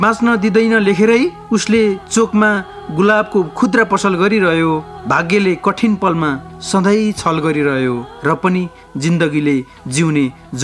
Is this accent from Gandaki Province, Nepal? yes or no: no; Surkhet District, Karnali Province, Nepal; moved away as an adult; also born or lived in Birendranagar, Surkhet; now in Kathmandu, Nepal; मेरो प्राथमिक तहको पढाइ सुर्खेत जिल्ला, मेरो जन्मस्थान हालको पञ्चपुरी नगरपालिका वडा नम्बर 3 साबिकको सालकोट गाविस वडा नम्बर 9 रहेको छ।